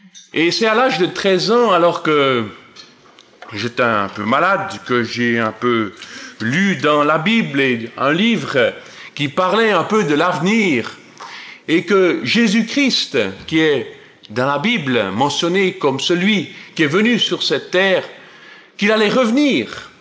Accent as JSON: {"language": "French", "town": "Cortaillod", "region": "Neuchâtel", "country": "Switzerland", "tie": "born or raised there", "said": "J'ai été élevé en Suisse romande, à Cortaio, près de Neuchâtel. Mon père vient d'Allemagne, il est depuis 50 ans en Suisse. Ma mère vient de Suisse allemande, j'ai donc été élevé bilingue."}